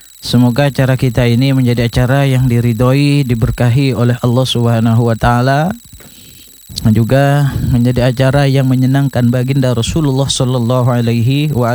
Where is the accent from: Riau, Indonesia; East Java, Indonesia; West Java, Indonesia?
East Java, Indonesia; mengajarkan adab memasak kita orang Madura